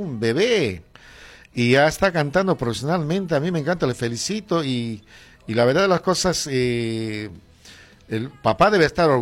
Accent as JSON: {"language": "Spanish", "region": "Cochabamba", "country": "Bolivia", "said": "yo soy cochabambino"}